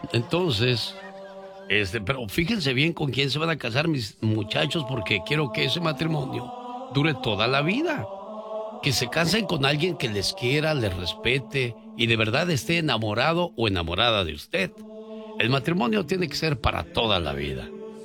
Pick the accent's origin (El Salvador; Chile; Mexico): Mexico; Tijuana, Baja California; moved away